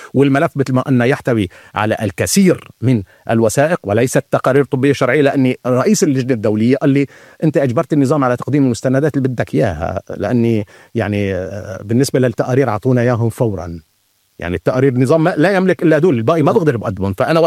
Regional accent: Aleppo, Aleppo Governorate, Syria; الحلب هي مدينتي

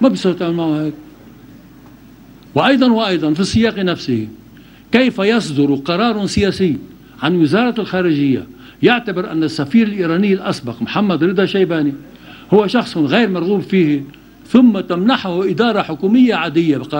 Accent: Bsharri, North Governorate, Lebanon; also born or lived in Deir al-Ahmar; يوم ترعرعت في الشيعة، أنا ابن بشري ودار الأحمر، الواقعتين على كتف البقاع وفي قلبه،

